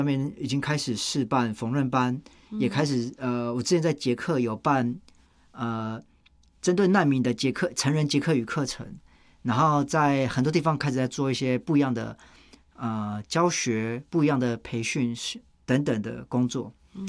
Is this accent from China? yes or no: no; Taiwan; 作为一个台湾人